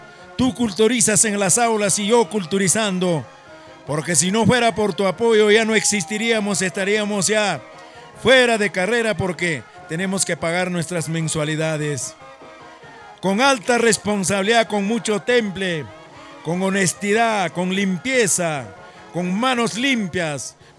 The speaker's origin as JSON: {"language": "Spanish", "region": "Ancash", "country": "Peru", "said": "Yo soy de Collahuasi"}